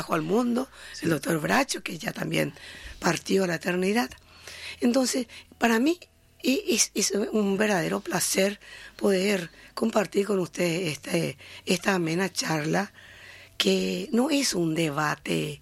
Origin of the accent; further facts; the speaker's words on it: Puerto Pinasco, Presidente Hayes, Paraguay; born there; Yo nací en el Chaco. Yo sí, nací en el Chaco, en Puerto Pinaco, en la cuna de la amistad.